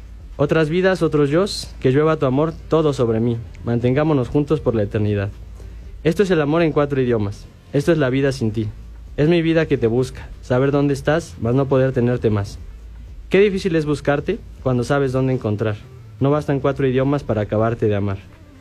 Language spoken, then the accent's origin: Spanish; State of Mexico, Mexico; now in Pachuca, Mexico; Bueno, soy originario del Estado de México, pero radico en Pachuca.